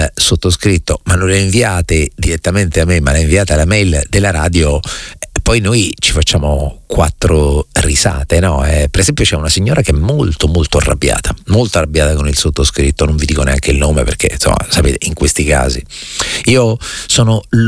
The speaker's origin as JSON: {"language": "Italian", "region": "Marche", "country": "Italy", "moved": "yes", "lives_now": "Rome, Italy", "said": "io sono marchigiano, mamma è nata a Roma ma i parenti sono originari di Cremona"}